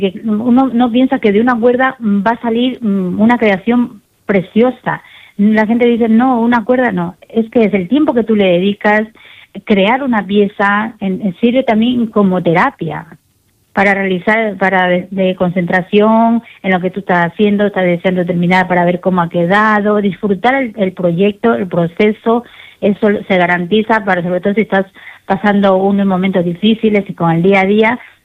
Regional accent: Ecuador; moved away as an adult; now in Murcia, Spain; yo soy de Ecuador, yo nací allí y cuando era pequeña, pues mi madre esa técnica la hacía mucho. Entonces yo tenía un poco de conocimiento y luego cuando vine aquí a España, hace 20 años

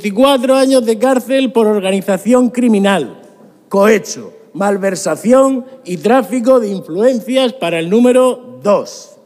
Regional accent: Spain; Señorías, como españoles, sin duda alguna, este es el principal y más grave factor que determina el actual estado del país

